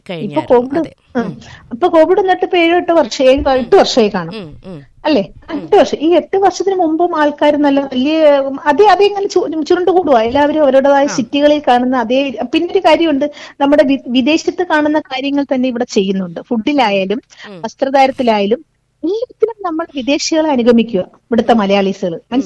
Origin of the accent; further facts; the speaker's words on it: Kollam, Kerala, India; എന്റെ വീട് കൊല്ലത്തായിരുന്നു. അതായത് അന്ന് അവിടെ വയലായിരുന്നു.